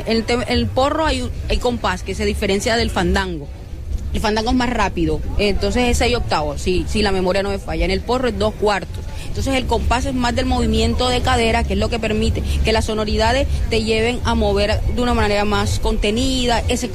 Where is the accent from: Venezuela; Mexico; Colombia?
Colombia; Córdoba; yo soy una hija del Sinú.